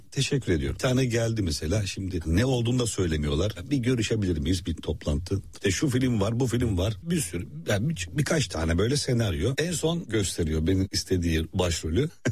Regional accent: Ordu, Turkey; moved away; Anadolu'da kendi memleketime gittim falan. Hı hı. Nereye? Ordu.

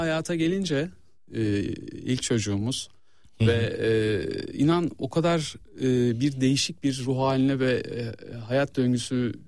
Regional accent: Istanbul, Turkey; born there; Tabii İstanbul, Üsküdar doğumluyum ben.

